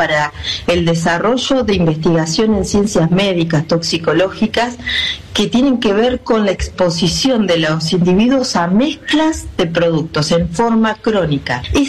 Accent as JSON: {"language": "Spanish", "country": "Argentina"}